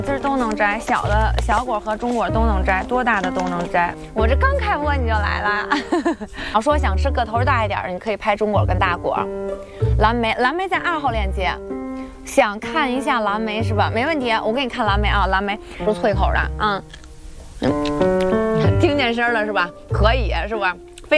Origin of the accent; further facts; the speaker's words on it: Beijing, China; moved away; 为我的家乡代言